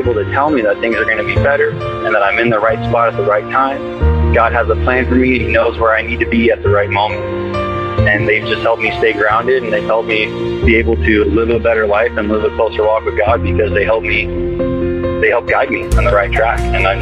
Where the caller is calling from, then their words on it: Tucson, Arizona, United States; I'm from Tucson